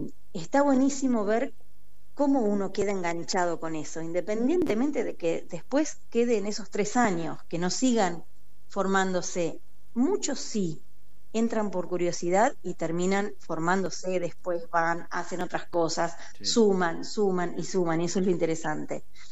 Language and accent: Spanish; Gonzales Chaves, Buenos Aires, Argentina; moved away as an adult; now in La Plata, Argentina; yo no soy de acá de La Plata, yo soy de González Chávez, así que llegué en mi momento para estudiar fonoaudiología.